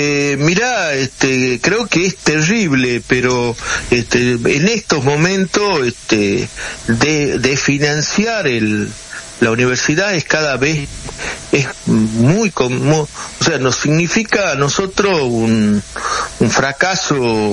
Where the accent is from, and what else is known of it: Argentina